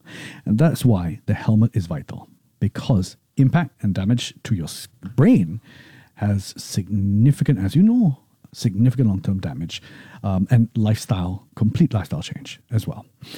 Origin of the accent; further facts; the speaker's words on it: Singapore; Gentlemen, if you, like me, born and raised in Singapore, multi-generations, you all went through army